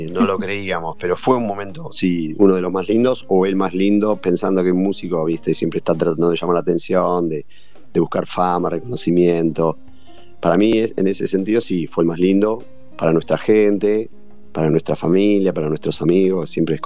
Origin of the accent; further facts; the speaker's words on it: Tigre, Buenos Aires Province, Argentina; somos de Tigre, que es parecido al Mississippi.